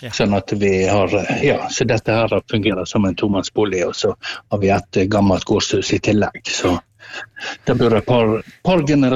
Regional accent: Osterøy, Vestland, Norway; Du, jeg befinner meg på Osterøy. Jeg er født opp og vokst og bor på Osterøy.

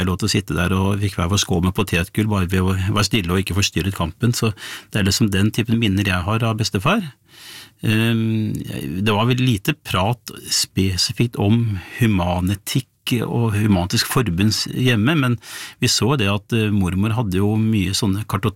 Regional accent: Bærum, Akershus, Norway; jeg vokste jo opp i Bærum på 70-tallet, blått og konservativt

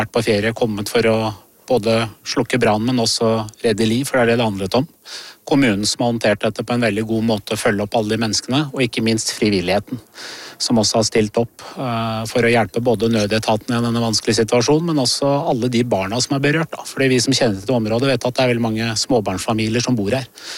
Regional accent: Drammen, Buskerud, Norway; Så kommer jeg jo fra Drammensområdet selv, så jeg kjenner jo mange som bor I et område som også har mistet sitt hjem.

